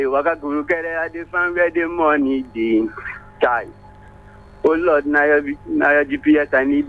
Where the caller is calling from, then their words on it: Germany; I'm calling from Germany.